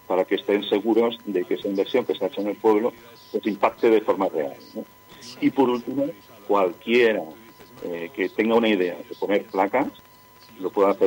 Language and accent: Spanish; Bubierca, Aragon, Spain